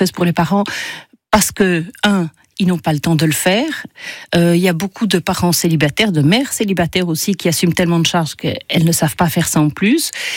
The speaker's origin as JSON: {"language": "French", "country": "Belgium", "said": "je suis belge"}